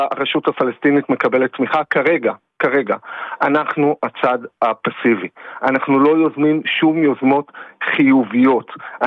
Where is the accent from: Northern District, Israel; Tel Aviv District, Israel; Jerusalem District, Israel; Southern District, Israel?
Southern District, Israel; Nir Oz; now in Be'eri, Israel; אני חייתי שנים, חיינו בנגב המערבי, אני הלא בן קיבוץ נירוז וחבר בערי, כל חיי אני שם